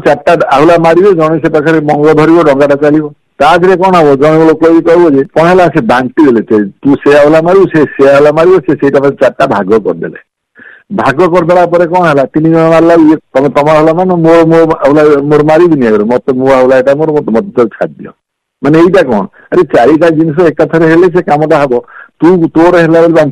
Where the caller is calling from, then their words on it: Cuttack, Odisha, India; କଟକରୁ କହୁଛି।